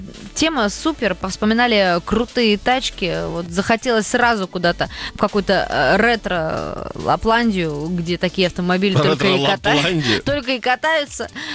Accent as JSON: {"language": "Russian", "town": "Ulyanovsk", "region": "Ulyanovsk Oblast", "country": "Russia", "said": "Я из Ульяновска."}